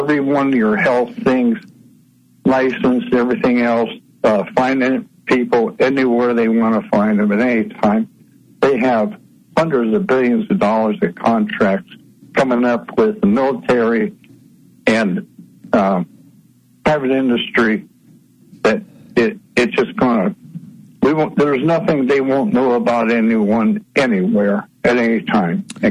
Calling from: Ohio, United States

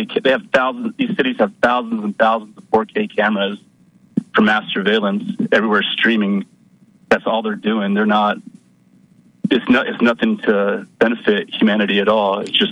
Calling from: Western United States, United States; This is … in the Western U.S.

